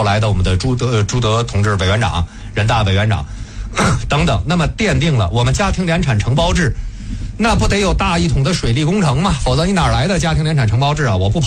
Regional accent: China

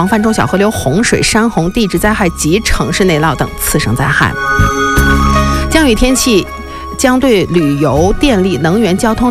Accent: Inner Mongolia, China; 土生土长的锡林工作盟的朋友来说，我们很少见过雨是直直往下下的，我只有在南方见过

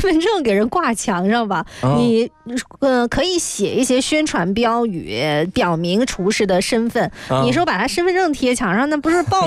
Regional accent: Guangxi, China; 我是广西的

